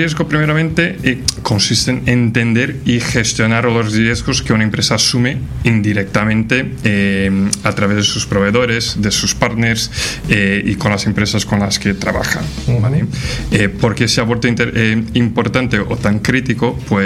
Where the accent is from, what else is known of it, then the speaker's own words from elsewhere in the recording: Brazil; Spanish is a second language; also born or lived in Portugal; now in Madrid, Spain; No, la verdad es que soy brasileño.